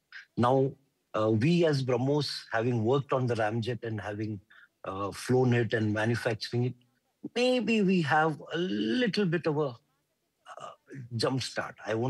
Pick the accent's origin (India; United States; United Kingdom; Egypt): India